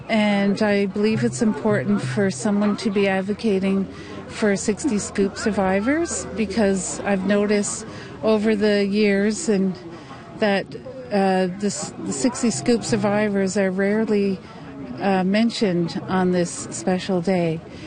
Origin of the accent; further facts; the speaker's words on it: Newfoundland and Labrador, Canada; also born or lived in Toronto; Originally, Toronto. I don't normally mention that. I usually always say I'm from Newfoundland because that's where I grew up and that this is the place that I'm most comfortable. It's a beautiful province.